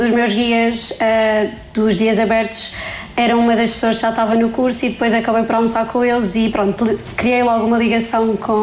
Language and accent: Portuguese; Portimão, Algarve, Portugal; tenho 21 anos, sou de Portimão e estou no terceiro ano da licenciatura em Dietética e Nutrição.